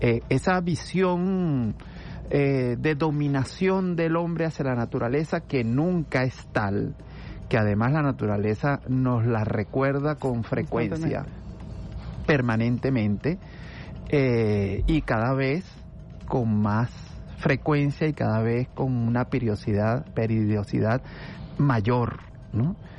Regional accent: La Guaira, Venezuela; born there; yo soy de La Guaira. Yo nací en Macorís.

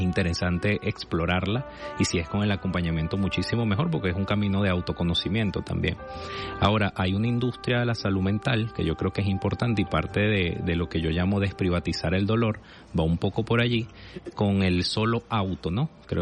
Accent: Venezuela; No solo te respondo además como joven venezolano.

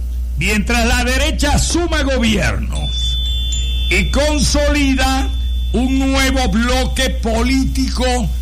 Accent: Venezuela

